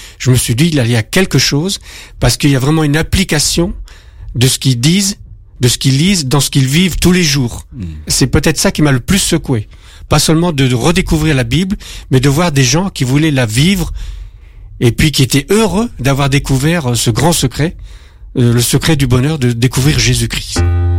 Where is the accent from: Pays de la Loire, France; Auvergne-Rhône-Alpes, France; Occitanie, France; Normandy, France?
Normandy, France; born there; je suis né en Normandie. Alors, je suis un jeune retraité de 62 ans.